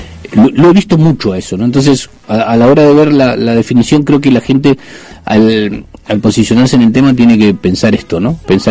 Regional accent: Argentina; moved away

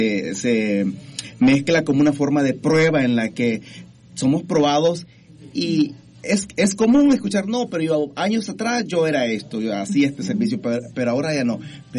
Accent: El Salvador; moved away as an adult; yo soy de El Salvador, muchos allá pertenecíamos a un ministerio.

